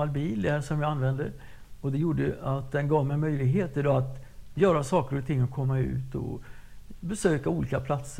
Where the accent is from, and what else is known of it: Sweden; moved away as an adult; also born or lived in California